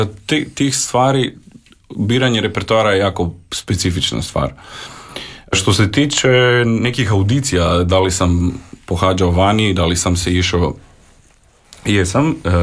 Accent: North Macedonia; Zato što, znate, ja sam ipak iz Makedonije, ali imao sam neku, osjećao sam neku zahvalnost Hrvatskoj dok sam to pjevao

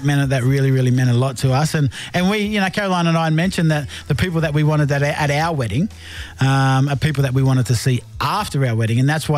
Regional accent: Australia; now in Sydney, Australia; Being a working class man as an Australian, you know, being an Indigenous man and being an Australian man

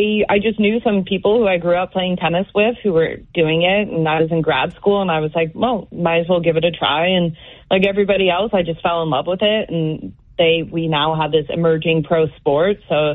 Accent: Spokane, Washington, United States; growing up in Spokane

